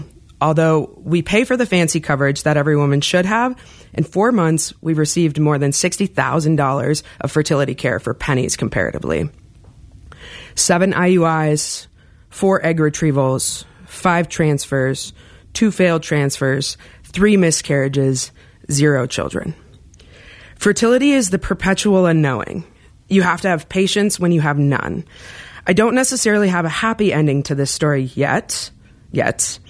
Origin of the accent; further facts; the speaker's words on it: Flint, Michigan, United States; and I'm from Flint, Michigan.